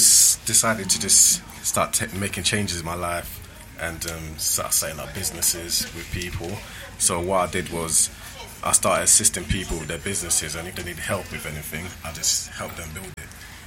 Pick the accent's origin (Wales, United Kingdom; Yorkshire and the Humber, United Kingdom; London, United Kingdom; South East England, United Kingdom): London, United Kingdom; Hackney; also born or lived in Nigeria; I grew up in Hackney, straight from Nigeria, straight to Kingsmead Estate.